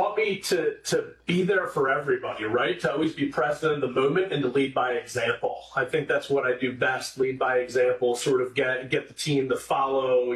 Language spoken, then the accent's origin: English; Chester County, United States; Yeah, I'm from here in Chester County. I'm the oldest of four.